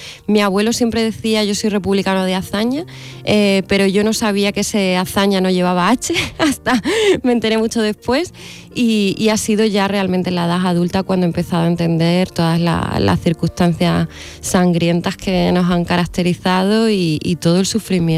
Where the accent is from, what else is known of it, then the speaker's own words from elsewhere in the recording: Spain; Entonces, al final, nos ha constituido como españoles porque ha sido un acontecimiento muy largo y capaz de crear subjetividades.